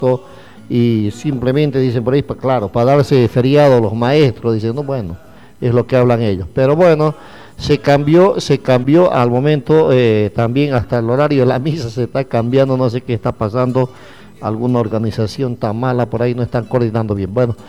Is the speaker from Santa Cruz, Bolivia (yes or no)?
yes; Santa Cruz, Bolivia; este tema que nos caracteriza a nosotros, que somos parte del Oriente Cruceño, ¿no?